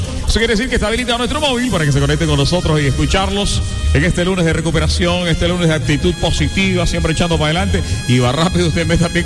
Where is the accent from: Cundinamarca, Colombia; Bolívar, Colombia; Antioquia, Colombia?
Bolívar, Colombia; El Carmen de Bolívar; en mi tierra, en el Carmen de Bolívar.